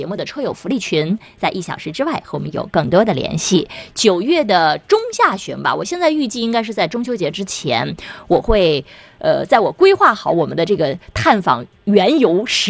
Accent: China

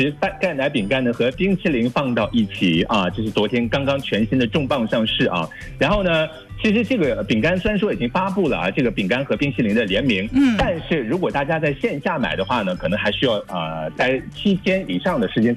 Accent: Shandong, China

